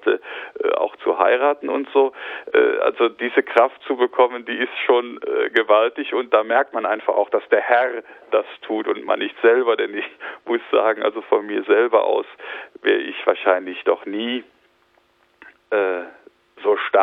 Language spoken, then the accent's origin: German; Unkel, Rhineland-Palatinate, Germany; meine erste Kirchenmusikerstelle in der Erzdiözese Köln, also in meiner Heimat, angetreten, in dem Nachbarort von Unkel, wo ich herkomme